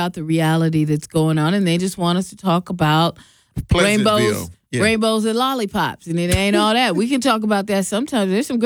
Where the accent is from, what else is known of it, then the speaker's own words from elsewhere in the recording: Seattle, Washington, United States; I'm from Seattle, Washington.